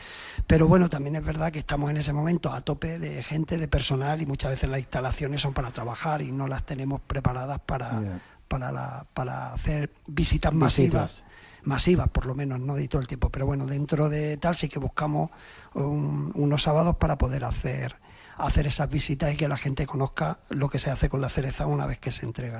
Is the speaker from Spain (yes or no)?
yes; Jerte Valley, Extremadura, Spain; para los que somos del Valle del Jerte